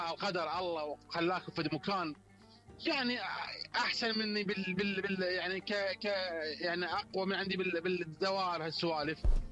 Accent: Baghdad, Baghdad Governorate, Iraq; والله اني انا من بغداد، بس انا اتصل من محافظات، شغل بالمحافظات، فاتصل من محافظات.

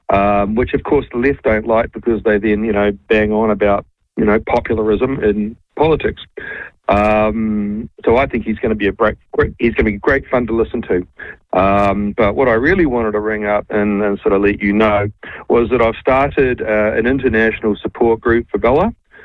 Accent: Southland, New Zealand; now in Brisbane, Australia; Yeah, I'm from Southland.

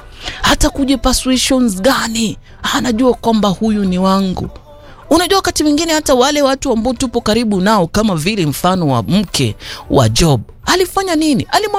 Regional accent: Garsen, Tana River County, Kenya; kule Garsen kwetu

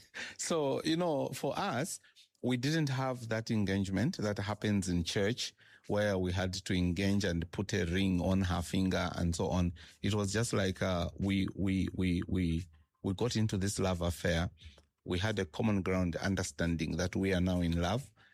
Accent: Copperbelt, Zambia; I grew up in the Copper Belt

